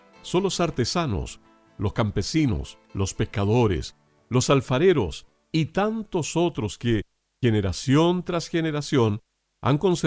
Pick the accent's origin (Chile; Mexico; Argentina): Chile